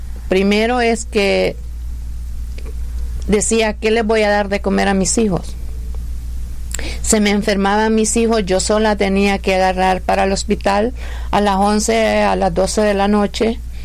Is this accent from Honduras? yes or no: yes; Honduras; born there; nací en Honduras, tengo 5 hijos, soy madre soltera